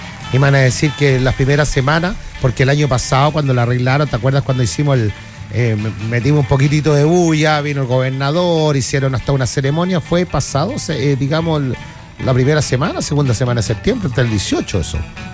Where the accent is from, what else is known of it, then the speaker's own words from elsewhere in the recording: Chile; el orgullo que uno siente como chileno